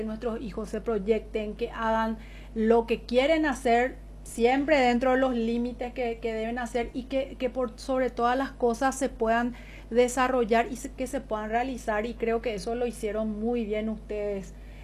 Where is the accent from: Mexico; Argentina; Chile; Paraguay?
Paraguay; desde nuestra historia, desde lo que somos, de nuestra identidad como paraguayos.